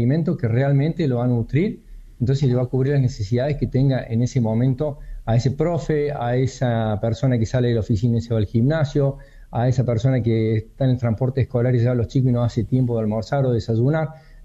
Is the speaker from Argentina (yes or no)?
yes; Argentina; El argentino en sí es resiliente, el contexto te obliga a pensar y eso nos hace únicos como argentinos, ¿no?